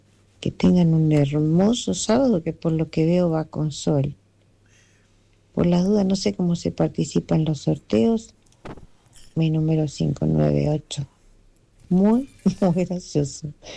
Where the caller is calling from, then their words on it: Santa Clara, Uruguay; de Santa Clara.